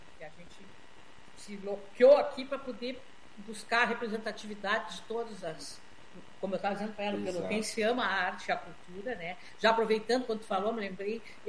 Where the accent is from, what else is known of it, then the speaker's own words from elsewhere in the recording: Rio Grande do Sul, Brazil; nós somos gaúcho forte